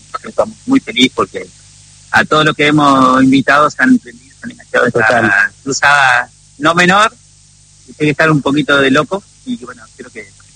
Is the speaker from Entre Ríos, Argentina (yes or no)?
yes; Viale, Entre Ríos, Argentina; born there; Claro, yo estoy acá a 50 kilómetros, donde nací en Viale, tengo un pequeño lugar donde procesamos la carne.